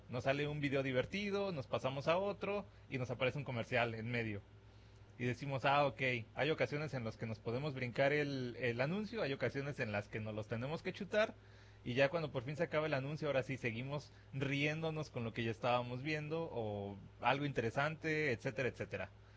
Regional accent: Mexico; now in United States

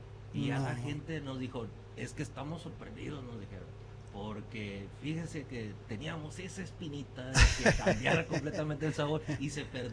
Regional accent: Sonora, Mexico; Nosotros somos de la Sierra Alta de Sonora, del río Sonora.

